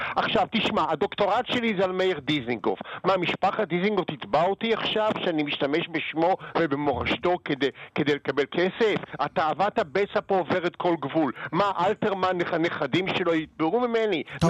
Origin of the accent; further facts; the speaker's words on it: Tel Aviv, Tel Aviv District, Israel; אני יליד תל אביב.